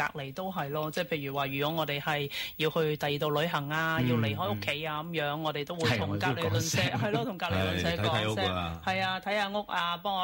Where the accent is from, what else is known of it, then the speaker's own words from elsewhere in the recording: Australia; 咁咧都係鼓勵我哋澳洲人啦，去多啲接觸我哋嘅鄰居。咁尤其我哋澳洲啦，地方咁大咧。